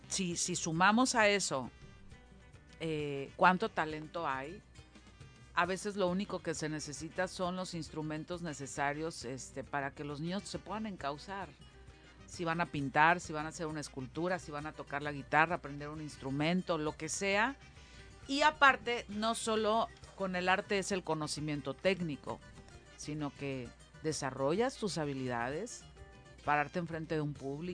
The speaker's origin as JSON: {"language": "Spanish", "region": "Guerrero", "country": "Mexico", "said": "somos de Guerrero y ni Guerrero conocemos."}